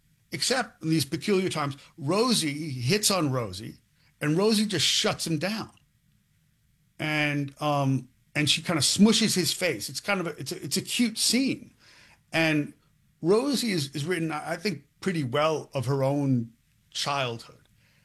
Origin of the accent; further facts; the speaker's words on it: New York, United States; born there; I was born in New York. I know the history of New York fighters.